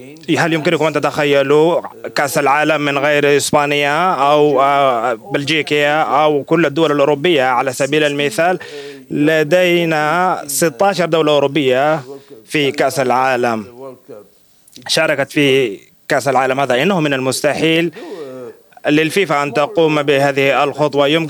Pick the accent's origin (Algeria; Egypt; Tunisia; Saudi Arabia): Tunisia; born there; أنا ولدت في أفريقيا، أنا ولدت في تونس،